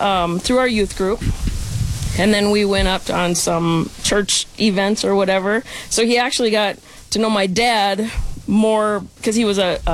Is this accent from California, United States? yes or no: no; Brooklyn Park, Minnesota, United States; also born or lived in Spokane, Washington; Yep, I was born in Spokane, then our family moved to Brooklyn Park